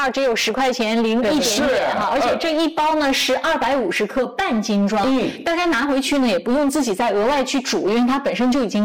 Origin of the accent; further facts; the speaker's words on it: Dalian, Liaoning, China; 接下来的主播会选呢，我们给大家带来一个新品，但也是我们大连人觉得非常亲切的毛蚬子。